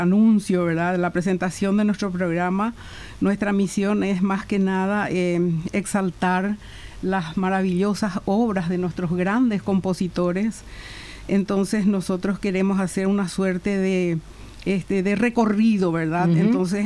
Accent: Paraguay; Soy paraguaya.

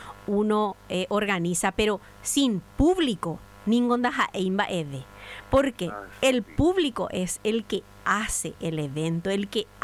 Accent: Horqueta, Concepción, Paraguay; born there; moved away; con mi patria chica, Pechereño y Jagüé, mi querida ciudad natal, Horqueta.

